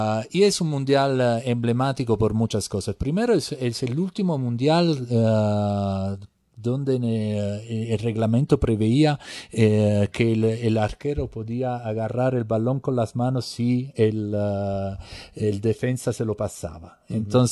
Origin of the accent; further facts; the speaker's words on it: Italy; yo, como italiano